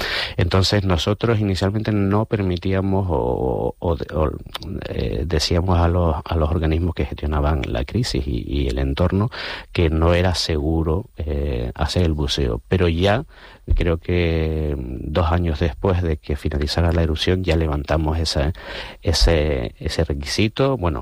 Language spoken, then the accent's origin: Spanish; Canary Islands, Spain; moved away as an adult; now in Madrid, Spain; podemos sentirnos orgullosos como canarios y como españoles